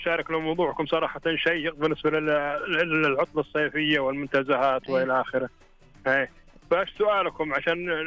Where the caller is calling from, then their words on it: Al-Qassim, Saudi Arabia; أنا أكلمك حاليا من القصيم